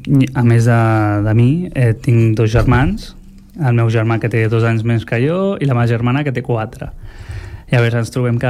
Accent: Barcelona, Catalonia, Spain; born there; also born or lived in Nador, Morocco; Jo vaig néixer al Marroc i vaig venir aquí amb 2 anys.

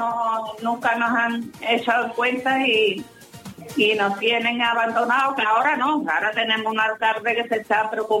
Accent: La Línea de la Concepción, Andalusia, Spain; Yo puedo salir, entrar y viajar, pero cuando vuelvo, como mi línea, no hay nada.

